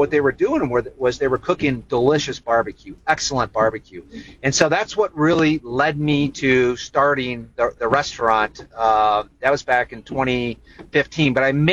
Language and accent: English; St. Louis, Missouri, United States; I'm originally from Missouri. I'm 50 years old, originally from St. Louis. And I grew up in St. Louis eating barbecue at a place called Bandanas, which is a regional spot.